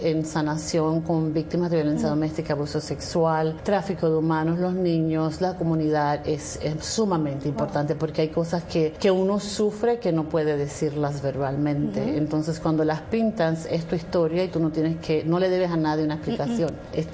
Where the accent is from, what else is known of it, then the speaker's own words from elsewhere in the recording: Puerto Rico; Yo como puertorriqueña te digo que creo que el puertorriqueño es bien creativo